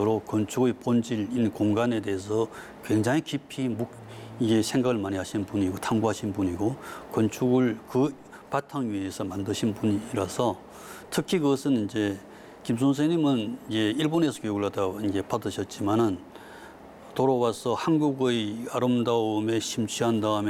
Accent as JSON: {"language": "Korean", "region": "Busan", "country": "South Korea", "tie": "born or raised there", "said": "부산으로까지 피난 가서 거기서 태어났습니다."}